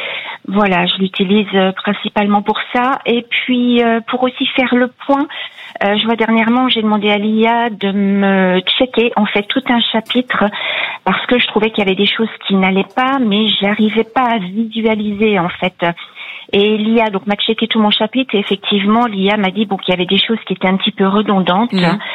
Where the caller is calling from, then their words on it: Ambly-sur-Meuse, Grand Est, France; je vous appelle du département de la Meuse, à quelques kilomètres de Verdun.